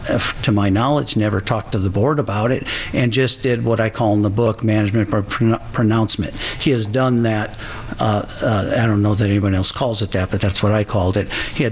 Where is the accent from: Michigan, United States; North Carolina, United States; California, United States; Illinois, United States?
Illinois, United States; Chicago; born there; Hammond, Indiana is right next to Gary, East Chicago, where I was born in Chicago, filled with oil refineries and steel mills.